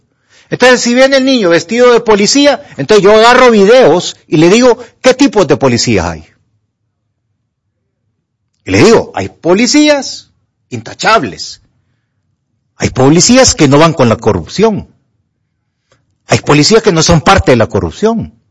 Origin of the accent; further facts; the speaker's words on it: La Trinidad, Comayagua, Honduras; moved away; allá de mi pueblo, la Trinidad, Comayagua.